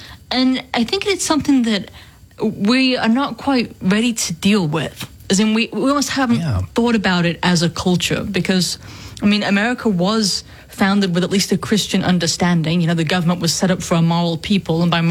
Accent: England, United Kingdom; now in United States; I grew up in England, I came over to the United States, and we haven't really dealt with paganism per se.

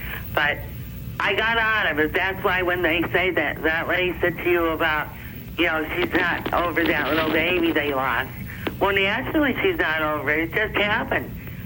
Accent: Wilkes-Barre, Pennsylvania, United States; Well, I'm from Wilkes-Barre, Pennsylvania, sister, near the Pocono Mountains.

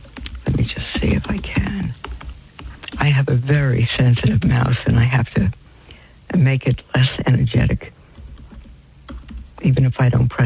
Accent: New York, United States; I'm from New York and brick and concrete. And living on a growing farm.

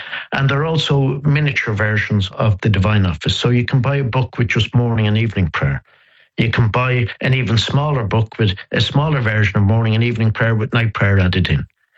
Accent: Dublin, Leinster, Ireland; born or raised there

